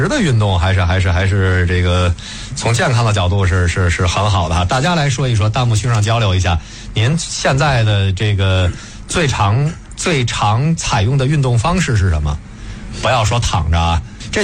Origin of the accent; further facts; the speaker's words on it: China; 为什么我们中国人这么注重修史，我们每一个中国的孩子，尤其是男孩子，从小就知道诸葛亮和关云长